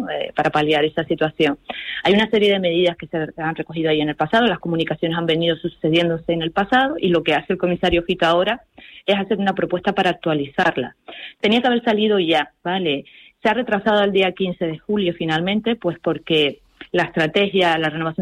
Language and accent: Spanish; Canary Islands, Spain; ya como española y como canaria